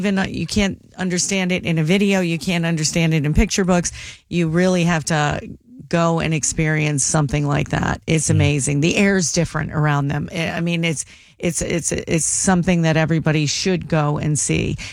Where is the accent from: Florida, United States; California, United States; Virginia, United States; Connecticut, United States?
Connecticut, United States; we grew up in Connecticut, and my mom was born in Canada